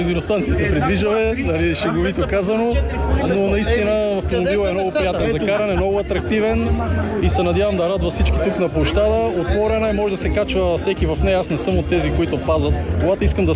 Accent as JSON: {"language": "Bulgarian", "town": "Dupnitsa", "region": "Kyustendil Province", "country": "Bulgaria", "said": "Ами на 41 години съм, от Дупница"}